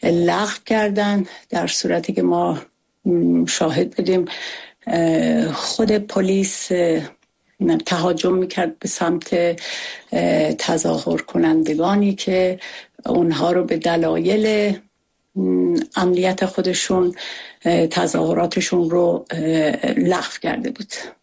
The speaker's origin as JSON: {"language": "Persian", "country": "Iran", "moved": "yes", "said": "من در مرحله اول خودم به عنوان یک ایرانی که دل در گرو آزادی ایران دارم"}